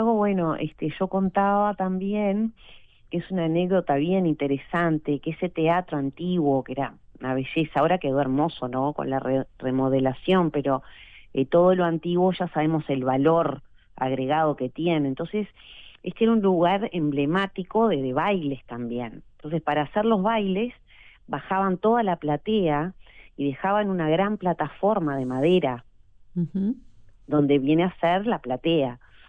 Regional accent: Maldonado, Uruguay; also born or lived in San Carlos; yo soy de Maldonado, pero nací en San Carlos.

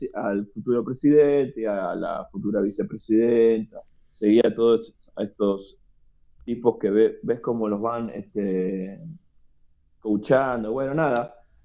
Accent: La Matanza, Buenos Aires Province, Argentina; La Matanza, de donde yo vengo, La Matanza queda en los suburbios de Buenos Aires.

